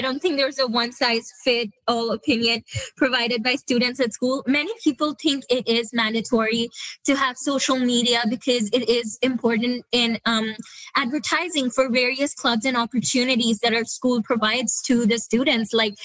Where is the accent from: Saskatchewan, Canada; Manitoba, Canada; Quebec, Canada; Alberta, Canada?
Saskatchewan, Canada; Saskatoon; I'm from Saskatoon, so I come from a large public school from a city.